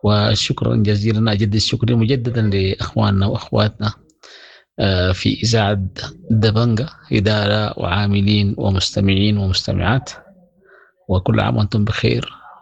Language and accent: Arabic; Sudan; now in Kigali, Rwanda; النظام طبعا مختلف عندنا في السودان